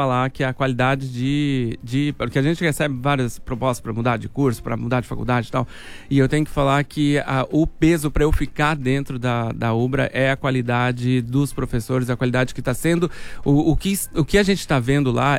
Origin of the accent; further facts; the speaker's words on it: Espumoso, Rio Grande do Sul, Brazil; Sou natural de Espumoso.